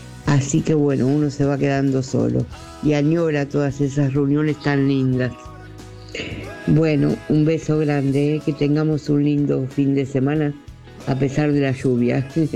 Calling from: Buenos Aires, Argentina; de Devoto.

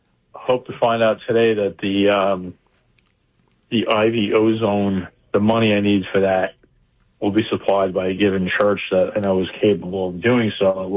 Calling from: East Meadow, New York, United States; East Meadow, New York.

